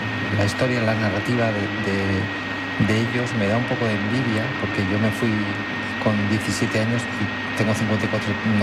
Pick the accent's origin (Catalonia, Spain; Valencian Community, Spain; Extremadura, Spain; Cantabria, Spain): Cantabria, Spain; Como cántabro, para mí mañana ya es invierno